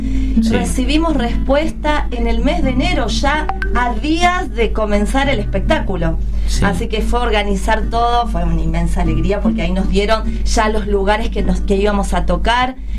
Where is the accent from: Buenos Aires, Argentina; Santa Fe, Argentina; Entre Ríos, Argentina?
Buenos Aires, Argentina; Para nosotros como porteños, porque bueno, estamos viviendo acá, pero bueno, sabemos que tenemos nuestra sangre de Santiago